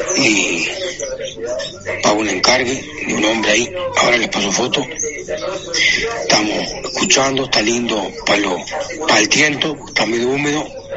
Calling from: Cerrillos, Canelones, Uruguay; Cerrillo, estamos hablando.

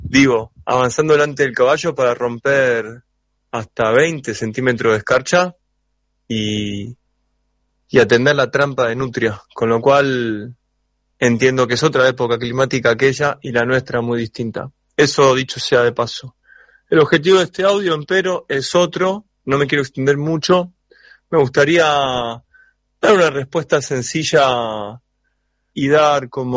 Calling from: Argentina

